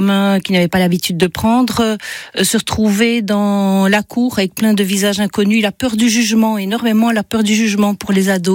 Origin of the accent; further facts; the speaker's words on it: Belgium; je suis belge